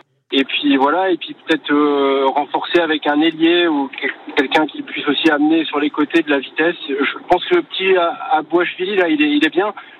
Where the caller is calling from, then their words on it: Metz, Grand Est, France; Alors, à la base, je suis de Metz, mais là, nous sommes en vacances. Nous allons sur Lacanau, près de Bordeaux.